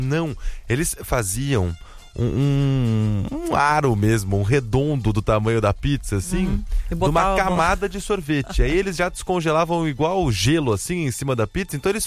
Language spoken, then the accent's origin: Portuguese; Campinas, São Paulo, Brazil; Quando eu era moleque lá em Campinas, a gente se juntava também.